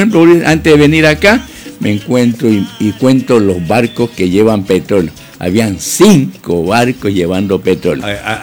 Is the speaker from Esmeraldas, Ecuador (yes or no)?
yes; Limones, Esmeraldas, Ecuador; Yo nací en Limones